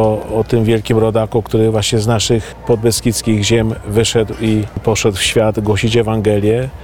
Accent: Kalwaria Zebrzydowska, Lesser Poland, Poland; also born or lived in Wadowice; Ja pochodzę z Kalwarii Zebrzydowskiej, urodziłem się w Wadowicach, więc to też jakoś te miejsca są bliskie

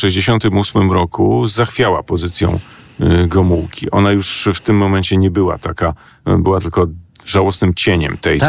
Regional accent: Warsaw, Masovian Voivodeship, Poland; U nas w Warszawie Golędzinów, słynny Golędzinów.

